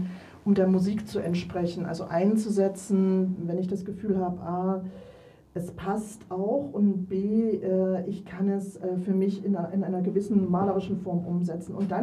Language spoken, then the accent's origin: German; Leipzig, Saxony, Germany; Und das ist meine Heimatstadt. Und ich kann da zu Fuß, was weiß ich, dahin laufen. Bin an der Thomaskirche, bin am Mendelssohn-Denkmal